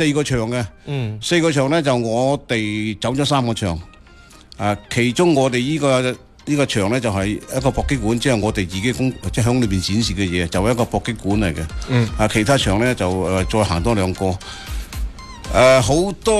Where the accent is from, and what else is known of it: Foshan, Guangdong, China